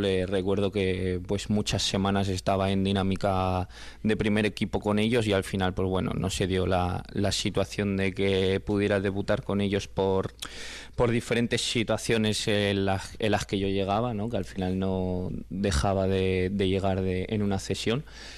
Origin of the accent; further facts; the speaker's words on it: Zaragoza, Aragon, Spain; de Torrero, que es de donde soy yo, de Torrero La Paz